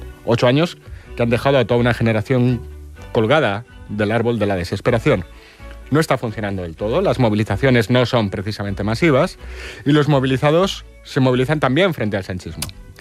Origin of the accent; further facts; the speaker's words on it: Spain; los españoles nos partimos la cara